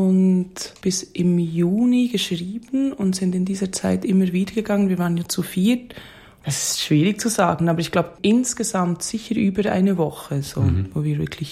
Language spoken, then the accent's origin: German; Bern, Switzerland; Also ich bin selbst auch in Bern aufgewachsen, aber an einem ganz anderen Ort. Und dann so zu merken, wir kommen beide aus der gleichen Stadt und haben fast den gleichen Jahrgang